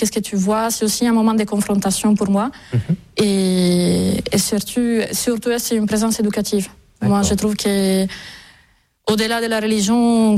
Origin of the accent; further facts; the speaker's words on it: Sardinia, Italy; born there; French is a second language; moved away as an adult; Je suis née en Sardaigne, mais à 18 ans, c'est le moment de choisir. Donc je suis partie à Rome pour faire mes études à l'université de Rome.